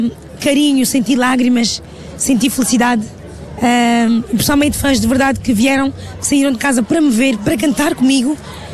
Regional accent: Cape Verde; todos os cabo-verdianos têm orgulho em ser cabo-verdianos e saber que somos ricos em cultura, somos um povo humilde

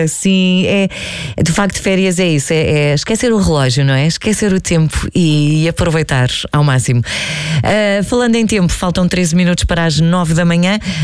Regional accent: Amores, Centro, Portugal; ainda por cima a minha aldeia, que tem o nome mais bonito, não é? Que se chama Amores, que fica ali em Leiria.

